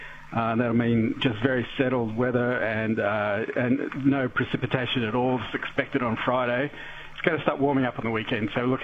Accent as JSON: {"language": "English", "region": "Queensland", "country": "Australia", "said": "I'm originally from Queensland. I remember as a kid"}